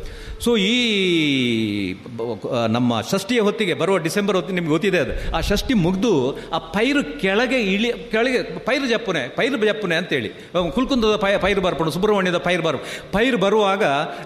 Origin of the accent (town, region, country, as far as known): Karnataka, India